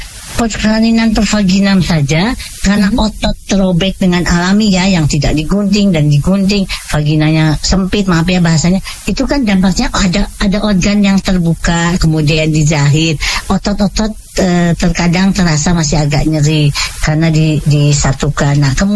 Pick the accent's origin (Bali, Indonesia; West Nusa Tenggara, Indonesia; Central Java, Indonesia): Central Java, Indonesia; Wonosobo; born there; moved away; di Wonosobo, tempat kelahiran saya